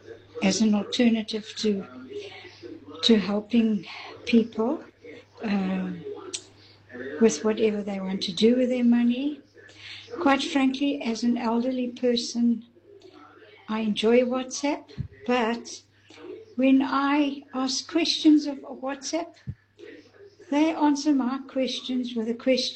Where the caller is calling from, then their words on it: Cape Town, Western Cape, South Africa; from Pinehurst.